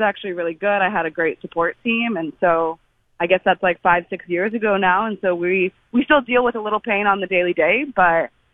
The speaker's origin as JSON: {"language": "English", "town": "Caledon", "region": "Ontario", "country": "Canada", "tie": "born or raised there", "also_born_or_lived": "New Zealand", "said": "I grew up in a town called Caledon, which is like an hour north of Toronto."}